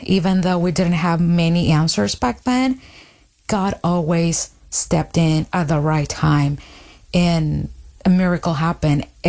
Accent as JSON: {"language": "English", "country": "Honduras", "tie": "born or raised there", "said": "Yeah, so it was very harsh. I am the oldest of four kids, and my dad worked, you know, his whole life."}